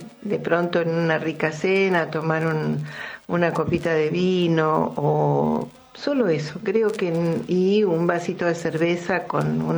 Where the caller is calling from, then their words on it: Villa Devoto, Buenos Aires, Argentina; Te dejo un cariño grande … de Devoto.